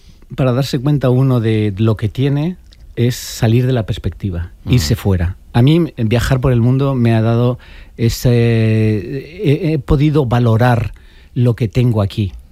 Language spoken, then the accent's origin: Spanish; Venta del Moro, Valencian Community, Spain; moved away as an adult; yo vengo de Venta del Moro, que es el pueblo donde me vi a nacer y donde pasé mis primeros 18 años hasta que salí de ahí en busca de aventuras.